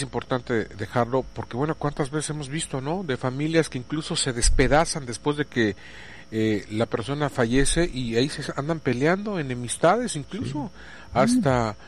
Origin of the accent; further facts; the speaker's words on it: Mexico; como somos mexicanos lo dejamos todo a lo último